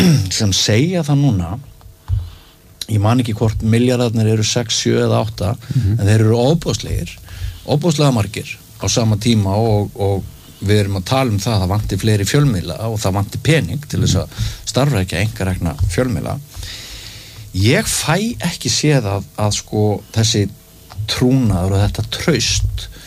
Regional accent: Mývatnssveit, Northeastern Region, Iceland; Ég náttúrulega ólst upp í Mývarsveit og var uppfullur af goskvíða á viðkvæmum árum. Ég var tiltölulega stutt frá eldstöðunum.

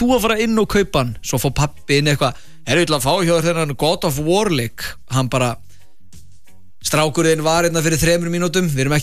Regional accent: Vestmannaeyjar, Southern Region, Iceland; Ég er frá Vestmannum og fekk að skipta reykja ykkur ángir sem það kom tímabil.

